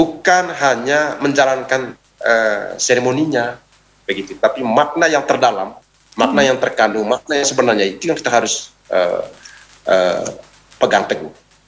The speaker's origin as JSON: {"language": "Indonesian", "region": "East Nusa Tenggara", "country": "Indonesia", "said": "Kita sebagai orang Manggarai, kemudian kita bersama-sama, ya, kita budaya kita, mencintai budaya kita"}